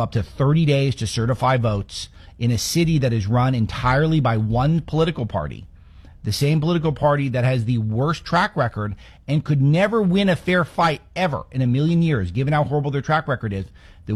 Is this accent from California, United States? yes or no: yes; Los Angeles, California, United States; I was struck growing up in Los Angeles